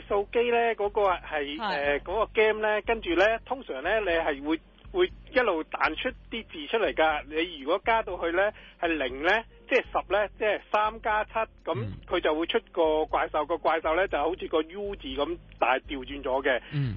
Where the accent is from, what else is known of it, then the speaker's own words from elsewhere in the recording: Toronto, Ontario, Canada; 我呢度我系多伦多嚟嘅，咁我之前移民之前系买咗好多碟。